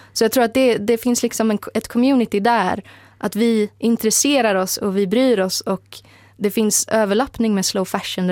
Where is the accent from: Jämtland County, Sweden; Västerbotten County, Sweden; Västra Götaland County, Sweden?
Västra Götaland County, Sweden; för jag är ju uppvuxen i en del av landet där det inte finns en särskilt stark lokal förankring. Vi är båda från Göteborgstrakten.